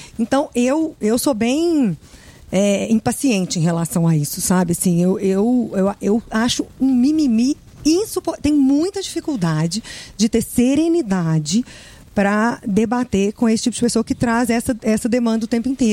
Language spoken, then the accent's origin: Portuguese; Belo Horizonte, Minas Gerais, Brazil; Não, eu sou de BH, da capital.